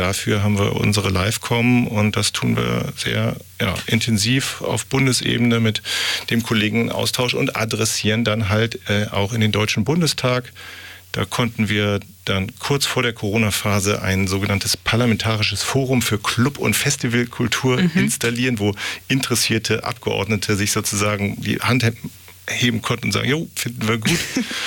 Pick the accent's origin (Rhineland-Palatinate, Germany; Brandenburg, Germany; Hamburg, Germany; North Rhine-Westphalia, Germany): Hamburg, Germany; Das ist, nehmen wir auch als Hamburgerin wiederum viel mit.